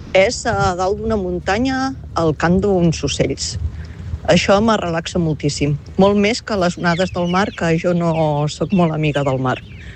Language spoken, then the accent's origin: Catalan; Mont-ras, Catalonia, Spain; sóc de Mont-ras.